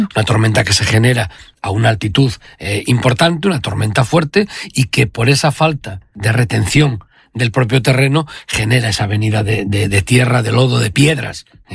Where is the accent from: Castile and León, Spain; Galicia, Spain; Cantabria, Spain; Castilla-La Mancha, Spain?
Castile and León, Spain; Bembibre; lo mejor de todo es cuando salgo de Madrid y digo, me voy para mi tierra. Yo vivo en Bembibre.